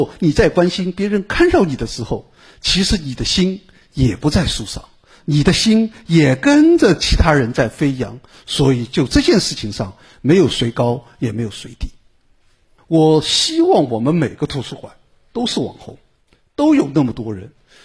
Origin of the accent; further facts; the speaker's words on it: China; 如果我们中国人每人读一本